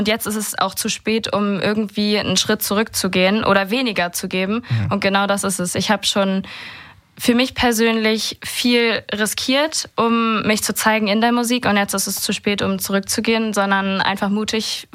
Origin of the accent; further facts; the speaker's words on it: Flintbek, Schleswig-Holstein, Germany; now in Kiel, Germany; Also gebürtig, also ursprünglich aus Flintbek. Mhm. Und mittlerweile lebe ich in Kiel.